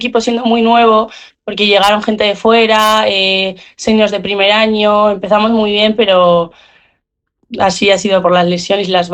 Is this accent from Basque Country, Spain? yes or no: no; Soria, Castile and León, Spain; born there; moved away as an adult; now in Burgos, Spain; yo soy de Soria, me he venido este año a estudiar a Burgos y llevo desde bien pequeñita jugando en Soria hasta este año que me he venido